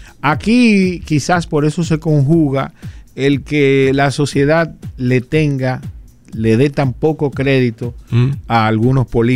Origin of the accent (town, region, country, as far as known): Dominican Republic